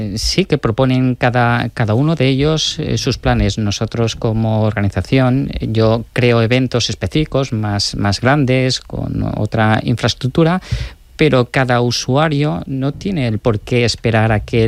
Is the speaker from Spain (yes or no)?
yes; Alfara, Valencian Community, Spain; en el chalet familiar, en el pueblo, en mi pueblo Alfar.